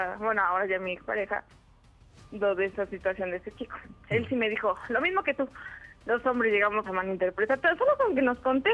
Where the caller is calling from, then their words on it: Mexico City, Mexico; Soy de la Ciudad de México y tengo 28 años.